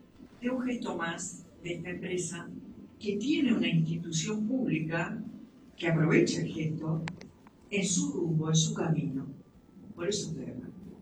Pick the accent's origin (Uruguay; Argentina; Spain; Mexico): Uruguay; como uruguayos, sentimos que Uruguay está lejos del mundo